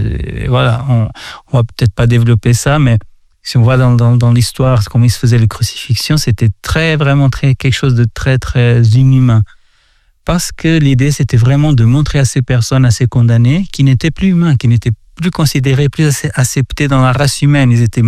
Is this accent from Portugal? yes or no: yes; Portugal; Moi, je viens du Portugal